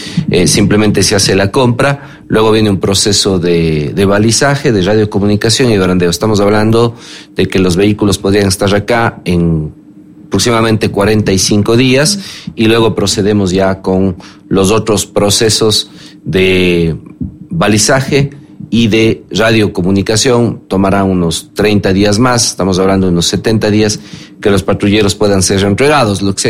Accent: Cuenca, Azuay, Ecuador; lo bueno pagadores que somos los cuencanos

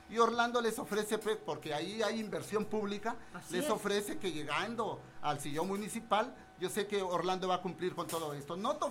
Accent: Tucumán, Lambayeque, Peru; yo pienso que mi pueblo de Tucumán ya despertó.

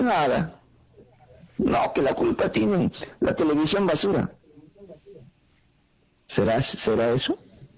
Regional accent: Lima, Peru; born there; also born or lived in Abancay; Yo cuando yo vine a la sierra era cholito, pues no de 2 años, 3 años, vine de Abancay y para Lima.

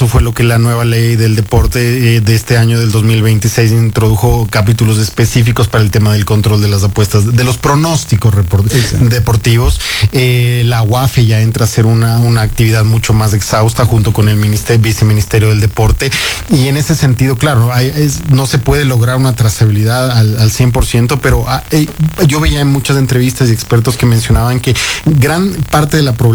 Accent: Ecuador

